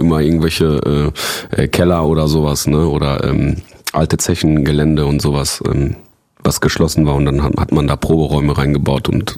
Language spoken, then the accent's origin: German; Poland; born there; als ich bin ja in Polen geboren und als ich so 5 war, so hat meine Cousine im Klavier gehabt.